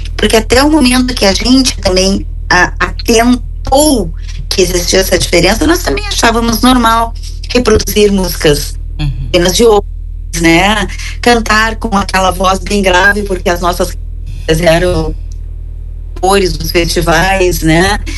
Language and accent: Portuguese; Uruguaiana, Rio Grande do Sul, Brazil; now in Pelotas, Brazil; Eu sou originária de Uruguaiana, vivo em Pelotas há 30 anos